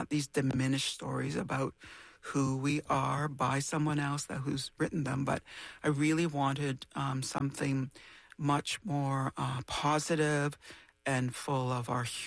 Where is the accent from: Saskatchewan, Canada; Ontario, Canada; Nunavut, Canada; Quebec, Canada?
Ontario, Canada; Temagami; When I grew up in Temagami, in northern Ontario, but I think this is true for all across Canada, really